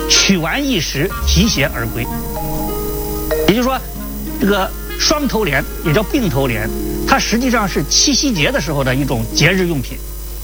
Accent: China; 我们中国人是追求幸福的民族啊

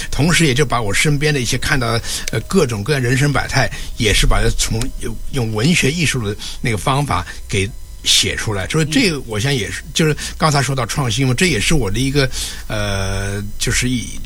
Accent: Shanghai, China; born there; 我是在上海的河滨大楼出生的，

